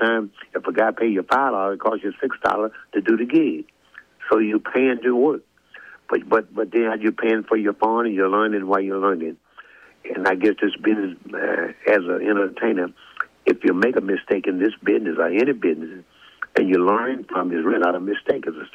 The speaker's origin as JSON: {"language": "English", "region": "Arkansas", "country": "United States", "tie": "born or raised there", "said": "it makes me feel good to be back in my home state. Now we have the Pine Bluff. I want them to hear me. Everybody from Pine Bluff, Little Rocks, Hot Spring, and all around England, Arkansas, everybody all over the state"}